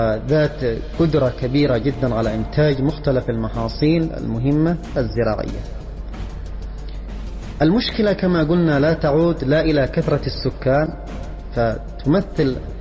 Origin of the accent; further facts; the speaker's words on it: Yemen; في بلدنا اليمن